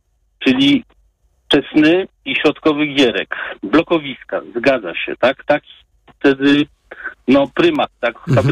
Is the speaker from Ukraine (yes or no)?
no; Wrocław, Lower Silesian Voivodeship, Poland; born there; Ja przedstawiłem się państwu jako osoba spod Wrocławia, ale jestem z urodzenia wrocławianinem, uciekłem z tej metropolii właśnie do mniejszego